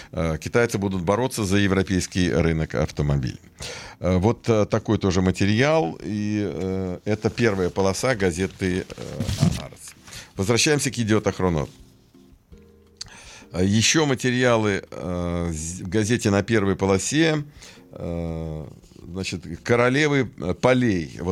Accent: Israel

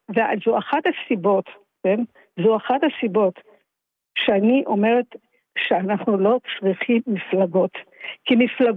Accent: Petah Tikva, Central District, Israel; מפתח תקווה.

